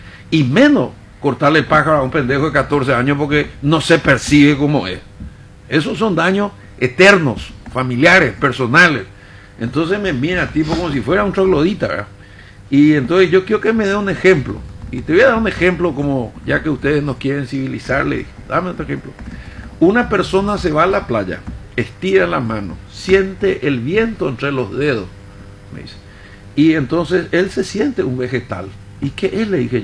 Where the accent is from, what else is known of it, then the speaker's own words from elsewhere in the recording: Paraguay; yo vengo de Paraguay